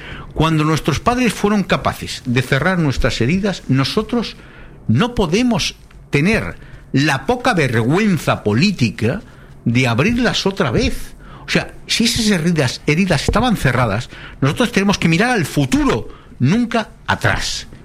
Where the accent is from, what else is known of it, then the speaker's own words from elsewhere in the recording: Spain; Oye, es que nosotros somos españoles, nuestra bandera, nuestro himno, eso es sagrado en cualquier país democrático